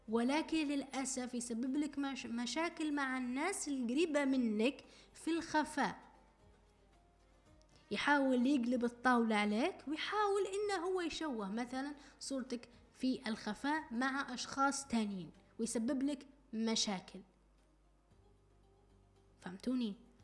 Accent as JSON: {"language": "Arabic", "country": "Libya", "accent": "Libyan", "said": "نقول احنا بلهجتنا الليبية"}